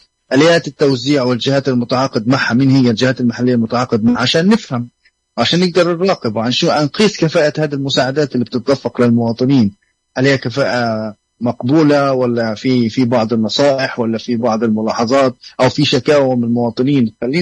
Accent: Palestine; لا، إحنا كفلسطينيين لدينا ما نقول ونعرف ما هو احتياجنا

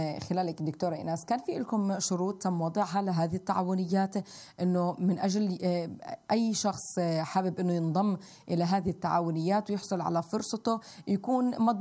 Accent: Palestine; عندنا في فلسطين

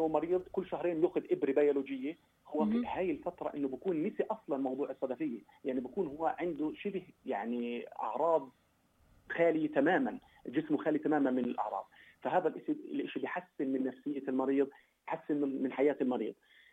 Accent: Palestine; عندنا بفلسطين، هذه تكون متوفره.

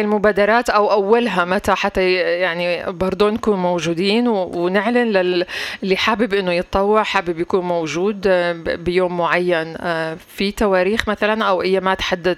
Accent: Palestine; إحنا كفلسطينيين.

